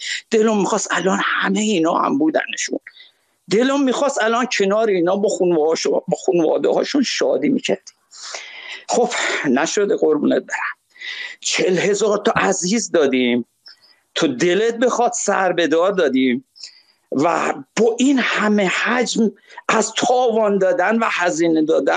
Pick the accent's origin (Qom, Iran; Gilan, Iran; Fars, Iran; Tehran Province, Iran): Fars, Iran; Shiraz; برم مرد کاکو از شیراز هستم.